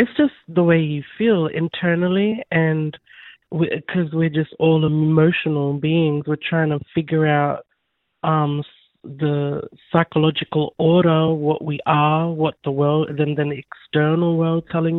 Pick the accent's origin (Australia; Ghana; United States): Australia; Mimili, South Australia; born there; I'm from Mimli community. Arnungu Kidindara Yankunjara lands in Central Australia.